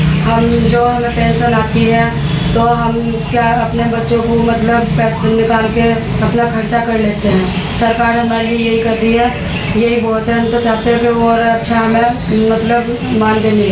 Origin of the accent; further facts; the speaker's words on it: Awazpur, Uttar Pradesh, India; मंडावर बिजनौर से आवाजपुर की रहने वाली।